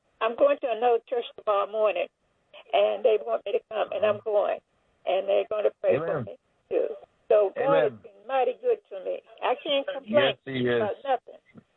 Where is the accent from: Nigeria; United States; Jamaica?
United States; Washington, District of Columbia; we've been in Washington, D.C. all our lives. And I'm 80.